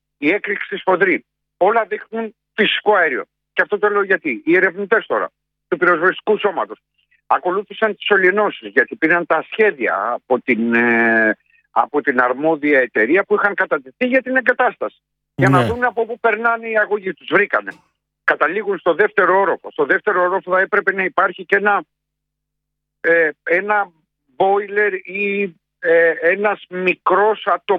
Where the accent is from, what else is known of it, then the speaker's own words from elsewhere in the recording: Patras, Western Greece, Greece; born there; Είχα την μεγαλύτερη τύχη να γεννηθώ στην Πάτρα.